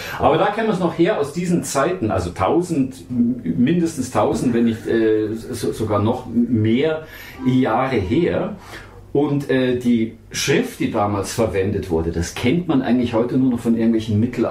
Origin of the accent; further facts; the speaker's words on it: Kaltenberg, Bavaria, Germany; Ich bin in Kaltenberg aufgewachsen, in Kaltenberg, das Ritterturnier, es war schwer.